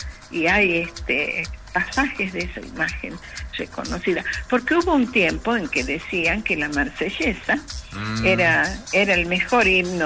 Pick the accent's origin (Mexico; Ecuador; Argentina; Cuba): Argentina; nosotros como argentinos nos sentimos orgullosos